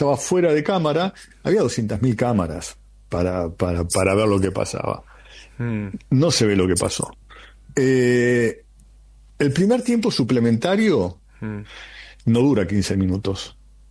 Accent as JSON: {"language": "Spanish", "country": "Argentina", "also_born_or_lived": "Milan, Italy", "moved": "yes", "said": "Nos empezaron a pedir disculpas a los argentinos"}